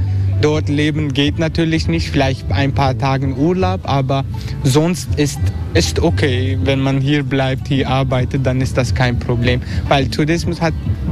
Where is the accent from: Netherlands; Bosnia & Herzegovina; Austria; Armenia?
Netherlands; German is a second language; ich bin aufgewachsen in Holland und durch habe ich hier wegen Gästelächen gelernt.